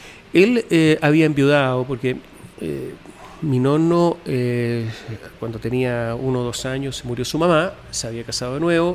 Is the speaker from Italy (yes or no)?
yes; Italy; also born or lived in United States